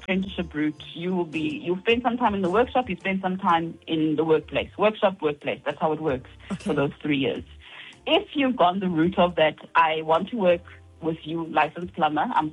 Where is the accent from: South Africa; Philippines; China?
South Africa; Butterworth, Eastern Cape; born there; moved away; I was born in Butterworth Hospital.